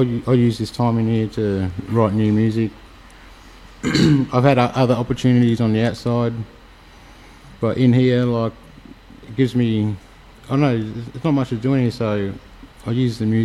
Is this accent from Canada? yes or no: no; Victoria, Australia; I grew up down in East Gippsland, on Kurnai land. Yeah. Cookie Allenji is through my dad's side